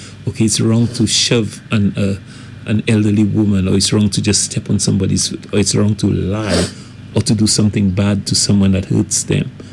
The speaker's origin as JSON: {"language": "English", "region": "Gros Islet", "country": "St. Lucia", "tie": "born or raised there", "said": "growing up in Groseley as a boy"}